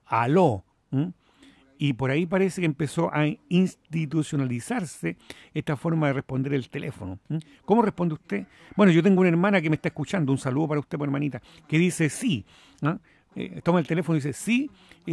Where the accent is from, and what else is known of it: Chile